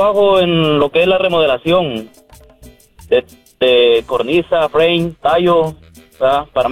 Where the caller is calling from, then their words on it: San Antonio, Texas, United States; De aquí, de San Antonio.